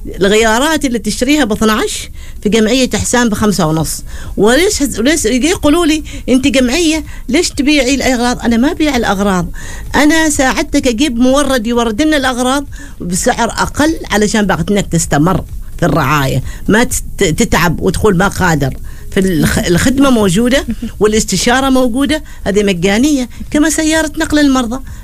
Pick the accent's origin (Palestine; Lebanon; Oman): Oman; قليل عندنا في عمان